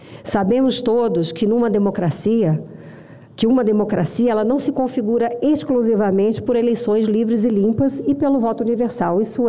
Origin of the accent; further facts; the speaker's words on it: Brasília, Federal District, Brazil; eu sou de Brasília, eu nasci de Brasília e eu vivo em Brasília. Vivi praticamente a minha vida toda pública aqui em Brasília.